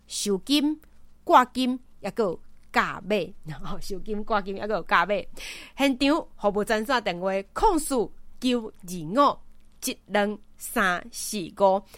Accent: Taiwan; 牛肉啦，牛肉像我们台湾人也很少吃

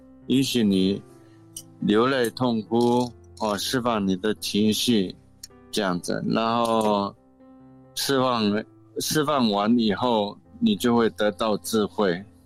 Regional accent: Yuli, Hualien County, Taiwan; 那我来自于花莲玉里乐和哈拉湾部落。

